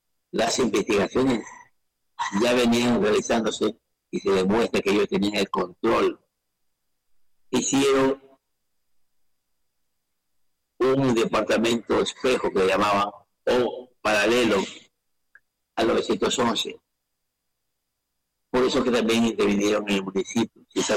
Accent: Guayaquil, Guayas, Ecuador; born there; now in Durán, Ecuador; yo nací en Guayaquil, vivo en Durán, nací en ese hermoso barrio de las cinco esquinas.

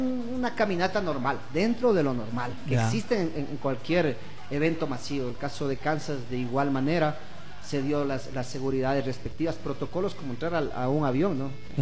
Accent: Ecuador

